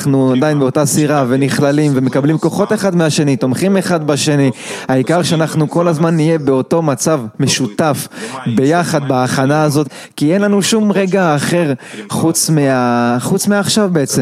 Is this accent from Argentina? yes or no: no; Kyiv, Ukraine